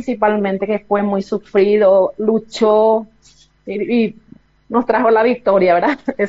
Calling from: Paraguay; todos somos paraguayos

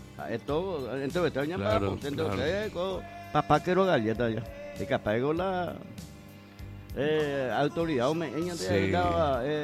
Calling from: Paraguay; Todos somos paraguayos

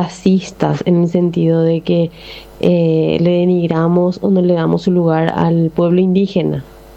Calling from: Paraguay

